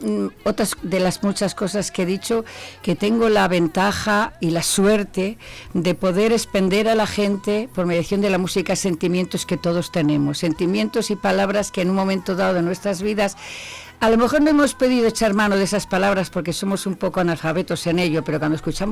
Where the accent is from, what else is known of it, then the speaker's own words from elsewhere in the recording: Zamora, Castile and León, Spain; a todos los sitios que voy digo que soy de Zamora.